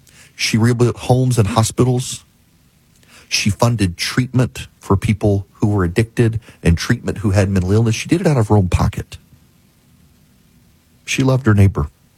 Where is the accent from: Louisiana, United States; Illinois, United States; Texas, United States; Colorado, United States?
Louisiana, United States; Jackson; now in Georgia, United States; I am from Jackson, Louisiana.